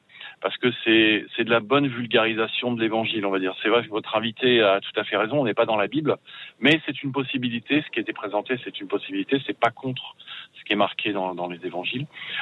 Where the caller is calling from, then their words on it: Saint-Germain-en-Laye, Île-de-France, France; Je suis près de Saint-Germain-en-Laye.